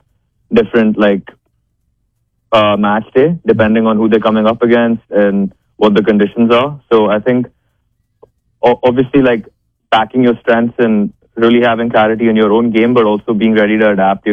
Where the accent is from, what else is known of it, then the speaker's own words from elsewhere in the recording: Delhi, India; moved away as an adult; also born or lived in Austin, Texas / Karnataka; now in United States; So I was born in Austin, Texas, but I grew up in India. So I grew up for the first 13 years of my life in Delhi. Then I played representative cricket in Karnataka. And I moved to the U.S. about seven years ago now. But I'm a citizen